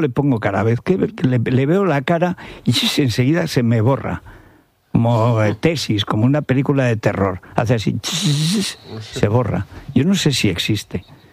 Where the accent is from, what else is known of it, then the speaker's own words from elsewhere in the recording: Teruel, Aragon, Spain; born there; moved away; en Guadalaviar, al lado de mi pueblo